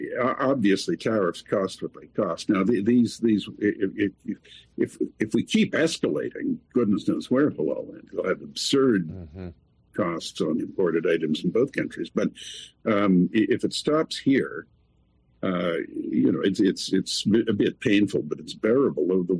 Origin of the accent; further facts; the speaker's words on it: Canada; I'm English-speaking Canadian.